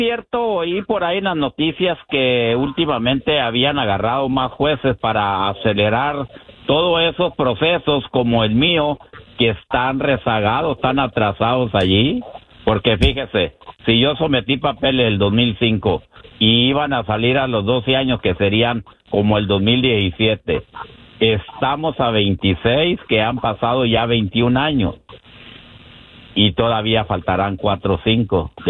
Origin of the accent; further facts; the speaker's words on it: Buenaventura, Chihuahua, Mexico; Otro lado para mi municipio es Buenaventura, Chihuahua, acá para el lado de Casas Grandes.